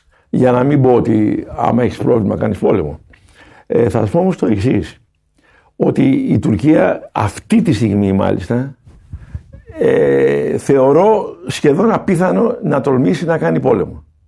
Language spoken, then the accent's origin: Greek; Iraklia, South Aegean, Greece; Δηλαδή στο νησί μου, στην Ηρακλιά